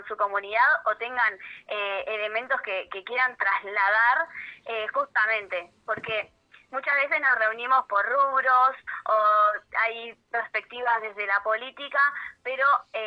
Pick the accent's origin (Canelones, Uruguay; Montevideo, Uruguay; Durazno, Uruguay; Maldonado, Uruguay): Canelones, Uruguay; Atlántida; Yo soy de Atlántida.